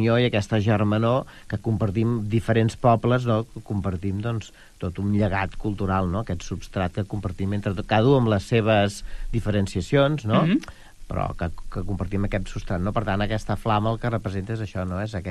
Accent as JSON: {"language": "Catalan", "town": "Pineda de Mar", "region": "Catalonia", "country": "Spain", "tie": "born or raised there", "said": "que em vaig criar a Pineda en els primers anys"}